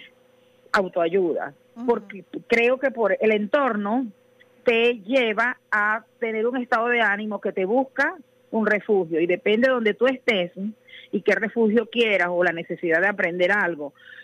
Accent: Venezuela; uno como venezolano siente que esos autores están echándote un cuento mientras uno lee.

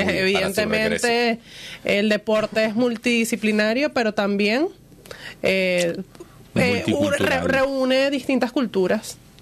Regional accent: Venezuela; nosotros como venezolanos

